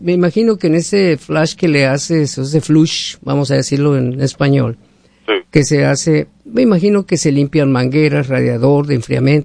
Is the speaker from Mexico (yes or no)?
yes; Mexico; moved away; yo que soy mexicano, dejé México, pero México no deja mi corazón.